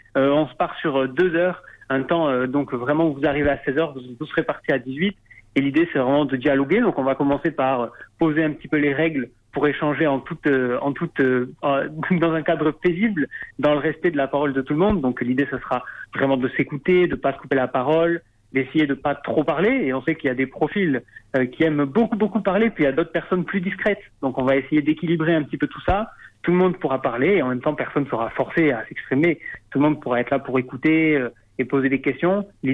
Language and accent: French; Occitanie, France; Et puis, tout simplement, c'est chez moi. C'est là où je su